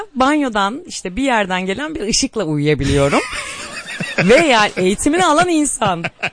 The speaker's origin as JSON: {"language": "Turkish", "region": "Kars", "country": "Turkey", "tie": "born or raised there", "moved": "yes"}